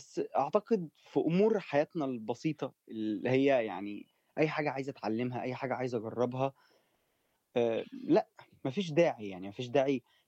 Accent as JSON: {"language": "Arabic", "country": "Egypt", "said": "احنا بجد كمصريين شطار قوي في الأمثلة"}